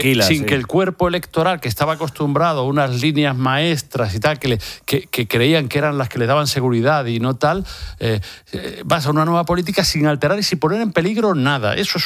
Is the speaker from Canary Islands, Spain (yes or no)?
no; Extremadura, Spain; En Andalucía, por supuesto, pero es que ha llegado hasta Extremadura, hasta mi tierra.